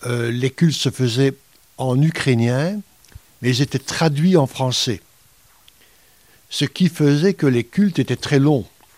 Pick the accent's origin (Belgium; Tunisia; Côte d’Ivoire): Belgium; Liège, Wallonia; J'ai grandi ici à Liège, en Belgique. Et nous avons ensemble commencé notre ministère en 1980. Donc j'ai 75 ans maintenant